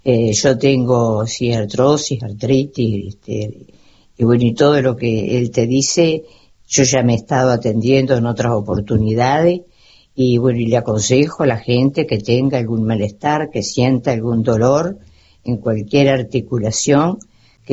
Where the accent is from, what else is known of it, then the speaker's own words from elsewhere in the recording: Casupá, Florida, Uruguay; saludo a Gustavo … de Casupá, Gustavo